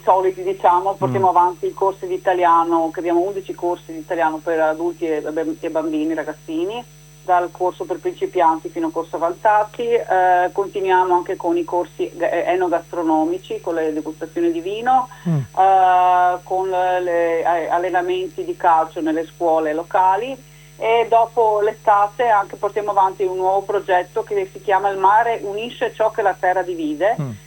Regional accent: Venice, Veneto, Italy; born there; accent: Venetian

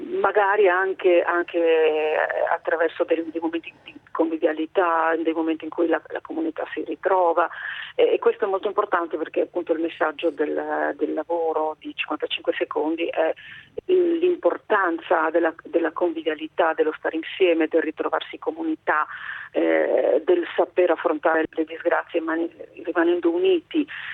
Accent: Anduins, Friuli-Venezia Giulia, Italy; Io poi da friulana ho vissuto personalmente questa tragica esperienza, perché appunto vivevo ad Anduins e quindi nella zona cosiddetta rossa.

